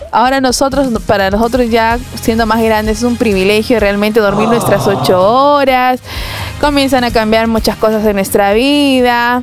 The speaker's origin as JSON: {"language": "Spanish", "town": "Chimbote", "region": "Ancash", "country": "Peru", "tie": "born there", "moved": "yes", "lives_now": "Lima, Peru"}